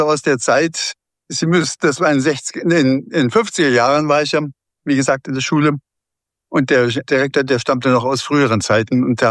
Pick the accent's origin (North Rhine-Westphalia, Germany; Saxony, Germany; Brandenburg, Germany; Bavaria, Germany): Bavaria, Germany; Starnberg; also born or lived in Pullach; ich geboren, aber erst in Pullach gelebt und dann in Starnberg meine Kindheit und Jugend verbracht. Meine Heimat ist Starnberg.